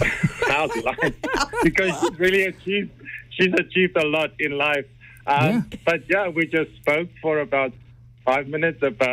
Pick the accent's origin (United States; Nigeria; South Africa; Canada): South Africa; moved away; I mean, I'm from South Africa, and it's so amazing.